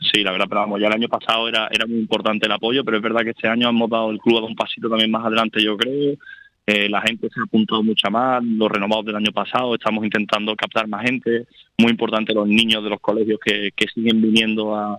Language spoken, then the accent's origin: Spanish; Seville, Andalusia, Spain; moved away as an adult; now in Córdoba, Spain; Yo soy de Sevilla, que estemos aquí en AVE a 40 minutos así, pero bueno, la verdad que Córdoba es una ciudad preciosa. Yo me adapté muy bien el año pasado